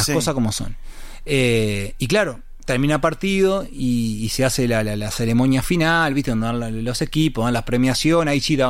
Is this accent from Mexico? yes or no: no; Montevideo, Uruguay; Nosotros nacimos en Malvin Norte.